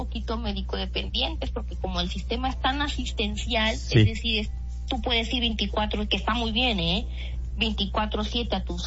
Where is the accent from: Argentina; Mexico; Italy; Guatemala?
Mexico; now in Spain